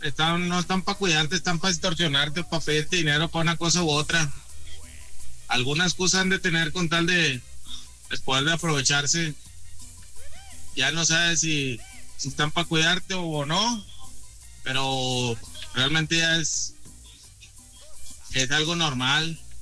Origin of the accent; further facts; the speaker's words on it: Monterrey, Nuevo León, Mexico; Hombre, buenos días, oye, yo soy de Monterrey.